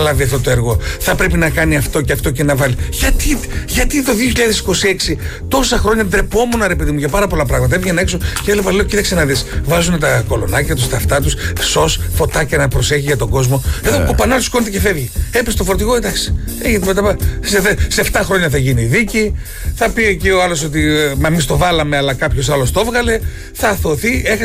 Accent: Greece; Εμείς σαν Έλληνες την έχουμε ξεκινήσει αυτή την τεχνική εδώ και πάρα πολλά χρόνια.

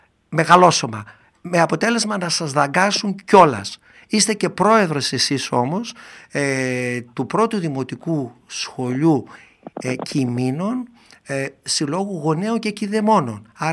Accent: Doirani, Central Macedonia, Greece; επειδή είμαι χωριάτης από Δοϊράνη Κυλκής και είμαι και υπερήφανος γι' αυτό, έχω μεγαλώσει με τα μαντρόσκυλα

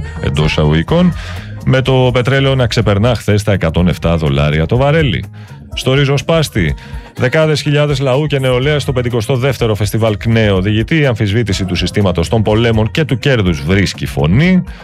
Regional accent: Volos, Thessaly, Greece; Θα το πω γιατί είναι, έχει να κάνει με την ιδιαίτερη πατρίδα μου

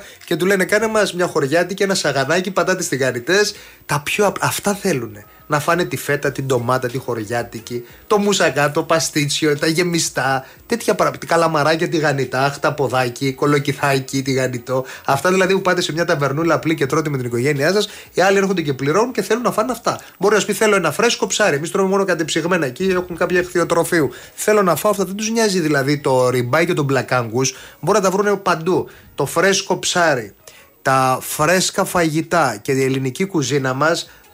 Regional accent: Naxos, South Aegean, Greece; now in Porto Heli, Greece; στην Άξο που είναι η πατρίδα μου και η οικογένειά μου, οι γονείς μου

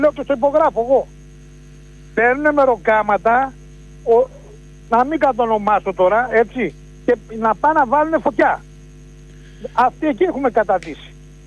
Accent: Aigio, West Greece, Greece; από το Αίγιο.

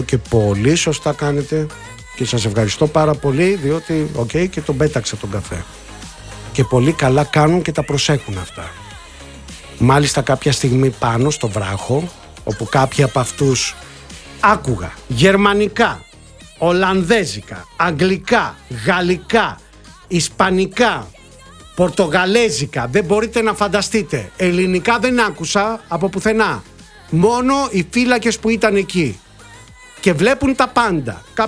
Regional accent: Greece; κατάλαβε ότι είμαστε Έλληνες

